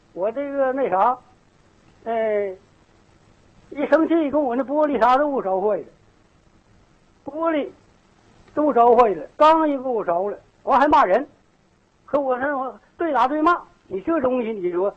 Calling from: Jinzhou, Liaoning, China; 家是锦州市太和区，新民街道温家屯村

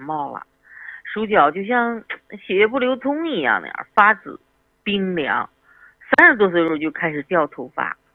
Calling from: Beijing, China

